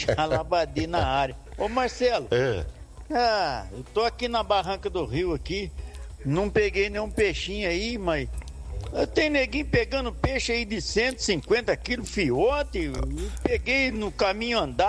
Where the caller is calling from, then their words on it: Brazil; Eu sou da Cabaceira